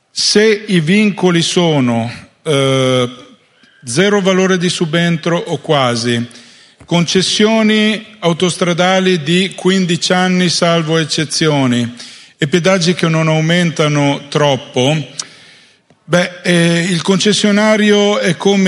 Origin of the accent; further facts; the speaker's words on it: Milan, Lombardy, Italy; Lasciatemelo dire da milanese che in questo settore Roma è più avanti di Milano.